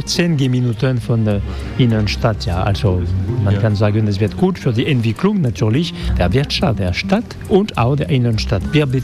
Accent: France; German is a second language; das ist eine Tradition bei uns in Frankreich

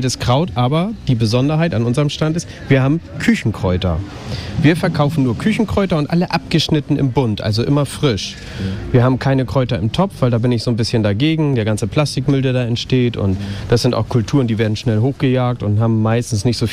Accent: Hamburg, Germany; Also wir sind aus Hamburg, Hamburg-Land, und kommen nach Hamburg, um regionale Produkte auf den Wochenmärkten zu verkaufen.

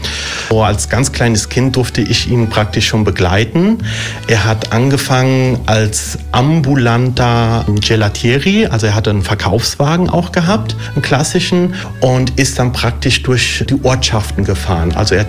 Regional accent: Rhineland-Palatinate, Germany; also born or lived in Campania, Italy; also ich komme aus Kampanien, in der Nähe von Neapel. Da ist meine Ursprungsheimat, aber ich bin im Westerwald aufgewachsen. Deswegen habe ich keinen allgäuischen Dialekt oder Slang.

